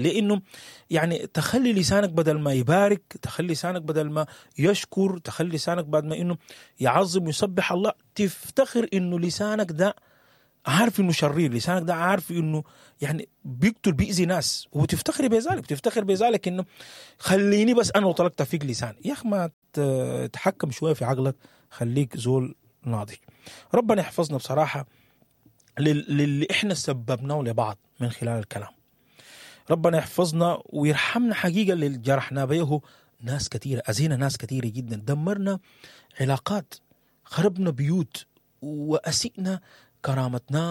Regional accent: Sudan; زي ما بنقول احنا كسودانيين

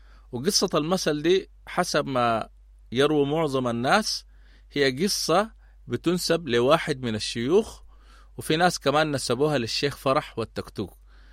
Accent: Sudan; accent: Sudanese colloquial; وأحيانا بنلقى في كلمات بلهجتنا نحن السودانية العامية،

